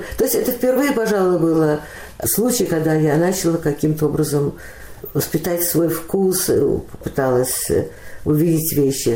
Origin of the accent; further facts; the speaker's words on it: Moscow, Russia; В 43-м году я родилась, и так в Москве и осталась. Кончилась война, все, жизнь наладилась, я росла.